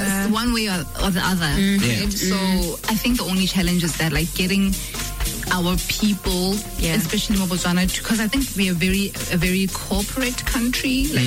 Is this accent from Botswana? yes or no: yes; Botswana; Some people really do ask me, are you from Botswana? Mm. Yeah, I'm from Botswana. I live here.